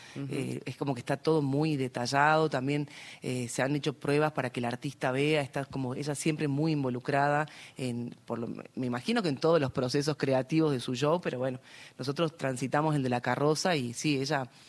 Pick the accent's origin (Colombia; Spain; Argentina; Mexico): Argentina; Jujuy; yo soy jujeña.